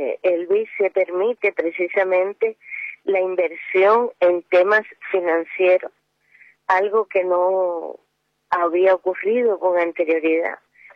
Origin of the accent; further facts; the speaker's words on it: Cuba; moved away; esta situación que está viviendo mi pueblo, que está viviendo el pueblo cubano.